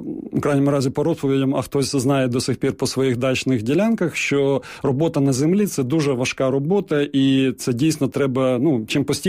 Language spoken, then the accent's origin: Ukrainian; Kyiv, Ukraine; Що я, наприклад, народився в Києві